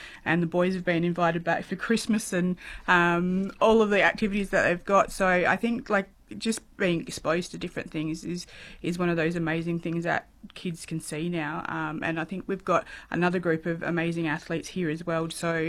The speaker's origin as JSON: {"language": "English", "area": "Quairading", "region": "Western Australia", "country": "Australia", "tie": "born or raised there", "also_born_or_lived": "Halls Creek", "said": "Yeah, I grew up in the Wheatbelt region in WA too, so Quaritting"}